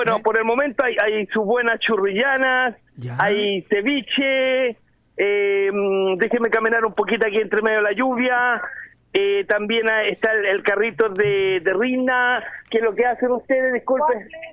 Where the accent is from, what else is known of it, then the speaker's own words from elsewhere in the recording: Valparaíso, Chile; usted sabe que yo soy porteño anglo-chileno